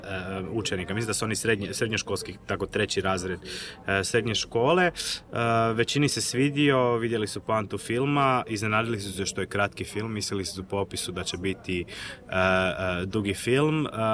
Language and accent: Croatian; Dubrovnik, Dubrovnik-Neretva County, Croatia; born there; Ja sam rođen u Dubrovniku